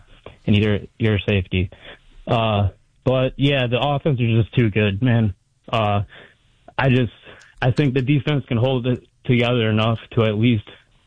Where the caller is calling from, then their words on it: Detroit, Michigan, United States; I know I'm from Detroit